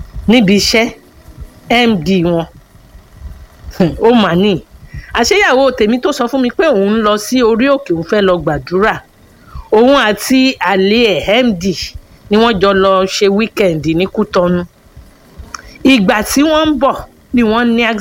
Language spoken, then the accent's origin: Yoruba; Ekiti, Nigeria; bẹ́ẹ̀ ni alágídí ni mí ọmọ Èkìtì ni mí